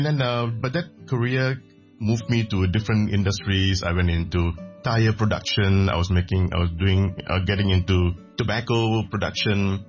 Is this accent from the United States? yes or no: no; Malaysia; Growing up in Malaysia wasn't easy. And when you look like me and you talk like me, it is already putting a different pressure.